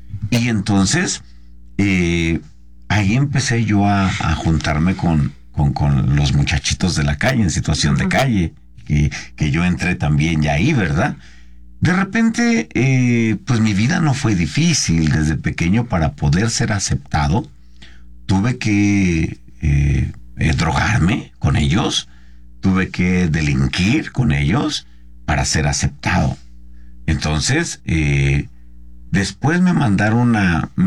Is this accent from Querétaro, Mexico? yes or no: no; Mexico City, Mexico; also born or lived in Gómez Palacio, Durango; Cuando ese señor, nosotros somos de Gómez Palacio, Durango. Cuando este señor se junta con mi mamá, nos trae a la Ciudad de México.